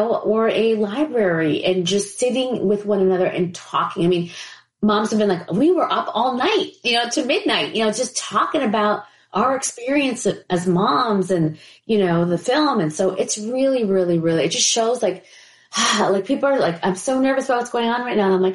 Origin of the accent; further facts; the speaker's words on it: New York, United States; I think, look, I'm a New Yorker.